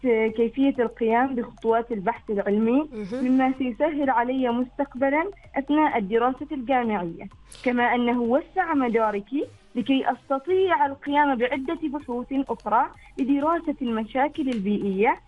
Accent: Oman; نحن أبناء عمان، وبلدنا تستحق أن نرفع رايتها فوق هامات السحاب

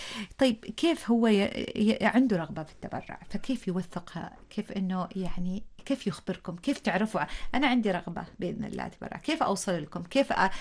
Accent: Oman; إحنا معانا بسلطنة عمان

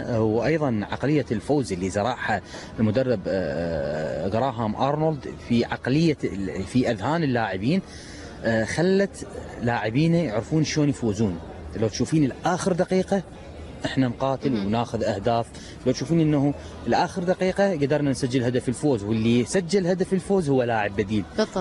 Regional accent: Iraq

